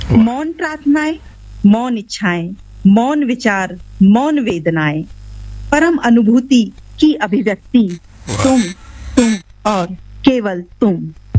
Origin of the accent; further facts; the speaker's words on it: Narmadapuram, Madhya Pradesh, India; मुझे यहाँ नर्मदापुरम में, क्योंकि यहाँ नर्मदा जी हैं तो मुझे मेरे शहर से बहुत प्यार है।